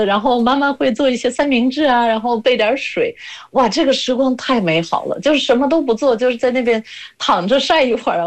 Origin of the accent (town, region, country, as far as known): Latvia; Chinese is a second language